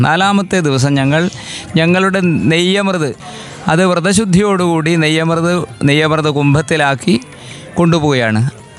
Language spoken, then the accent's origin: Malayalam; Thillankeri, Kerala, India; ഞാൻ തില്ലങ്കേരി സ്വദേശിയാണ്.